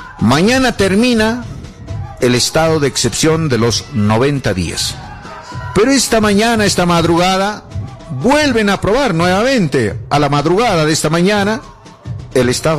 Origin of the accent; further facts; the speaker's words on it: Bolivia; Por eso yo nunca me identifico como boliviano, ¿eh? Yo soy de allá.